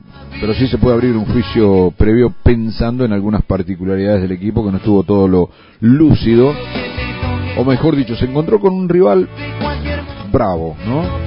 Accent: Argentina; Sí, soy argentino.

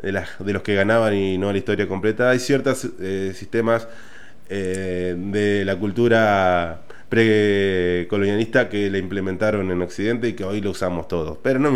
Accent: Argentina; el orgullo de ser argentino

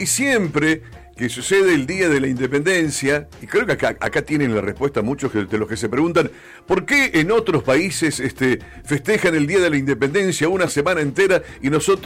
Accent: Argentina; Somos argentinos

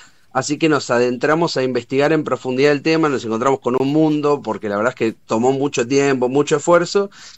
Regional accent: Buenos Aires, Argentina; now in La Rioja, Argentina; Yo también soy porteño, uh-huh. Y antes de vivir en La Rioja, digamos, cuando me mudé a La Rioja

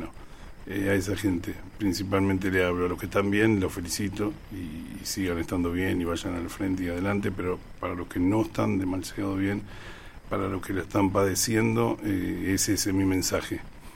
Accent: Argentina; es como los argentinos, aguantamos

